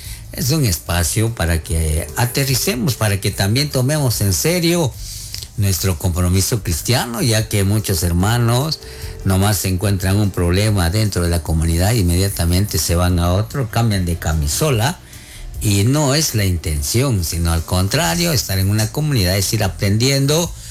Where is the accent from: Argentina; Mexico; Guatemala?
Guatemala; Alta Verapaz; como guatemaltecos, como alta verapacenses